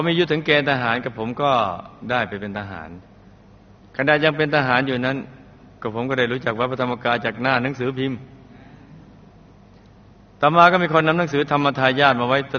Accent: Bangkok, Thailand; born there; แต่กับผมเกิดที่กรุงเทพโยมแม่เล่าฟังว่าตอนคลอดคลอดที่หน้ากรมการทหารมาสนามเป้า

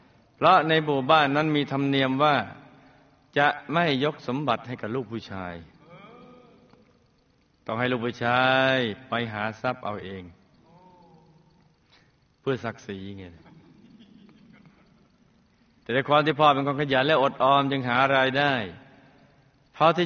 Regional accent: Nakhon Phanom, Thailand; born there

